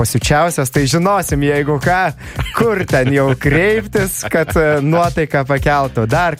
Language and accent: Lithuanian; Pivašiūnai, Alytus County, Lithuania; taip mes iš Alitaus abu krašto, aš iš Pivaišių